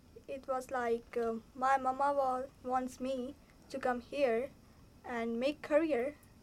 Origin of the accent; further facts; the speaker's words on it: India; now in England